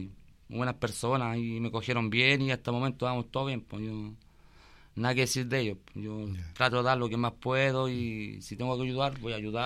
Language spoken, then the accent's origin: Spanish; Rengo, O'Higgins, Chile; Bueno, yo soy de acá de Rengo, toda mi vida he sido de acá de Rengo.